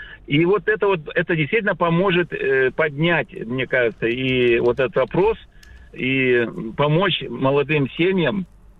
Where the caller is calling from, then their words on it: Sakhalin Oblast, Russia; Я с Сахалина.